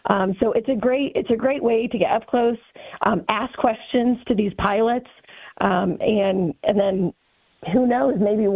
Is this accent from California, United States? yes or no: no; Indianapolis, Indiana, United States; So I grew up in Indianapolis. I was born right in Indy